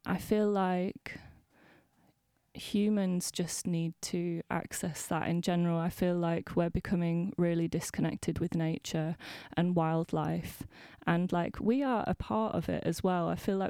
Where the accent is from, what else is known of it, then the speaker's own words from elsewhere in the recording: Leeds, Yorkshire and the Humber, United Kingdom; moved away as an adult; now in London, United Kingdom; I've lived in London for like 4 years now, 3 or 4 years. And growing up in Leeds, I mean, it's still a big city